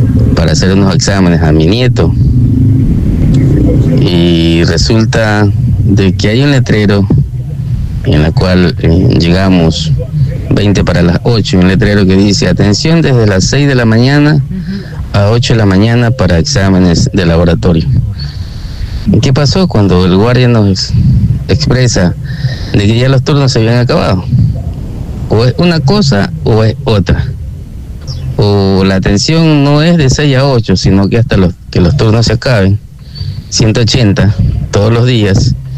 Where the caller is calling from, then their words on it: Salinas, Santa Elena, Ecuador; Saludos, Antena Península. Soy un ciudadano del Cantón Salinas.